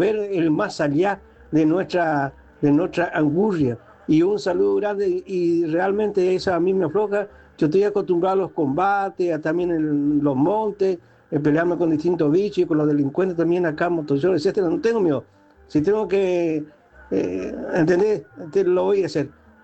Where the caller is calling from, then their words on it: Eldorado, Misiones, Argentina; Acá mateando en la exuberante vegetación de la Tierra Roja de El Dorado, Misiones. … acá en la Guardia de Cerrón